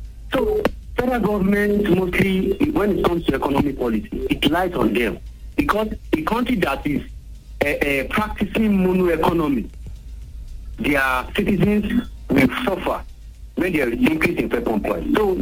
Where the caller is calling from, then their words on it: Apata, Oyo, Nigeria; calling from Apata.